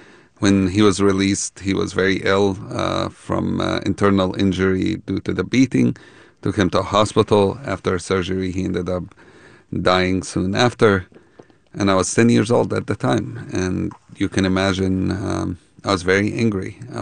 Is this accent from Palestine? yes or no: yes; Jerusalem, Palestine; Yeah, I grew up in Jerusalem. We grew up under occupation.